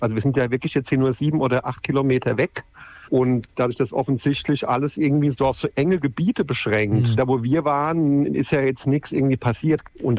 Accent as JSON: {"language": "German", "country": "Germany", "tie": "born or raised there", "lives_now": "Mainz, Germany", "said": "Also ich bin am Rhein groß geworden, wir haben viele Hochwasser gehabt"}